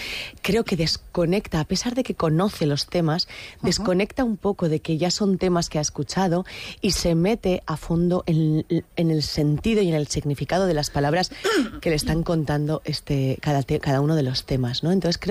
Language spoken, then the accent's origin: Spanish; Eibar, Basque Country, Spain; yo soy vasca también, soy de Eibar, uh-huh, he hecho mucha carrera aquí en Euskadi, he trabajado mucho aquí y también he trabajado en Madrid en mis últimos años de carrera.